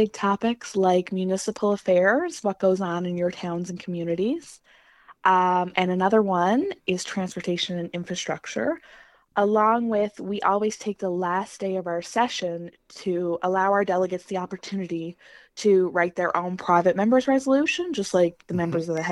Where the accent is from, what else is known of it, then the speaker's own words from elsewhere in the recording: Labrador West, Newfoundland and Labrador, Canada; So I grew up, I was like born and raised in Labrador West.